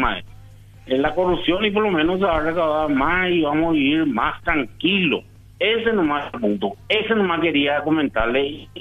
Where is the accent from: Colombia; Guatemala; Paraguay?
Paraguay; San Carlos, Concepción; born there; Y ahí nacimos toditos en San Carlos. Concepción.